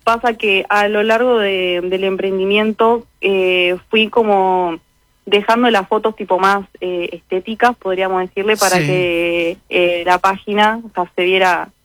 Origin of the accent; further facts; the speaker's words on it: Montevideo, Uruguay; Yo soy de Paso de la Arena.